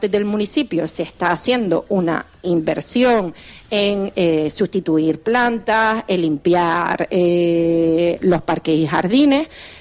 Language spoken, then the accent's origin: Spanish; Canary Islands, Spain; nuestra comunidad autónoma, que nuestro país canario, nos identifica